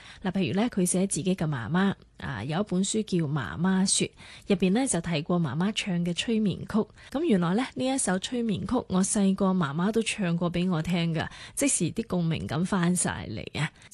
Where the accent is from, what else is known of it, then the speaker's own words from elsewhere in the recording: China; moved away; 可能是我自己童年在内地生活长大了